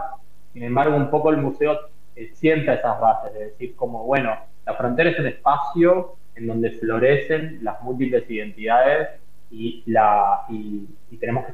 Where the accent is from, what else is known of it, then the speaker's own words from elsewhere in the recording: Posadas, Misiones, Argentina; born there; Posadas, que es el lugar donde yo nací, que es frontera con Encarnación, Paraguay